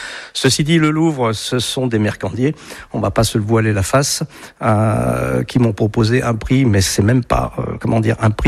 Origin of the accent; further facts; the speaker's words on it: Montargis, Centre-Val de Loire, France; now in Isère, France; Moi, je suis originaire de Montargis dans le Loiret, alors vous voyez, ça n'a rien à voir. Ça fait 40 et quelques années que je suis en Isère.